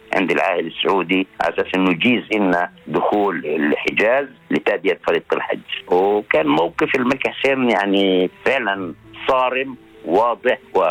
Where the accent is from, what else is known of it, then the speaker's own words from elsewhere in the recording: Israel; احنا فلسطينيين داخل اللي صمدنا على ارضنا صامدين تحت القهر وتحت الظروف والاضطهاد